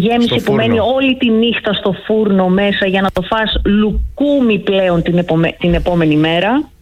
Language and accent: Greek; Kalymnos, South Aegean, Greece; Εγώ είμαι Καλυμιά, είμαι τοπικήστρια